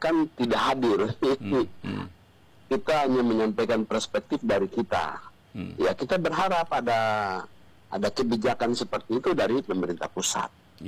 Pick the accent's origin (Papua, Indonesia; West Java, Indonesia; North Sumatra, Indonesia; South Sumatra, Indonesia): Papua, Indonesia; kita orang Papua